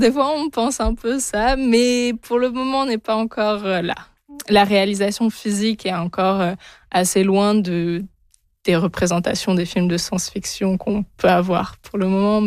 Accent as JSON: {"language": "French", "country": "France", "first_language": "French", "moved": "as an adult", "lives_now": "Vancouver, Canada", "said": "Je rentre en France, à Bordeaux"}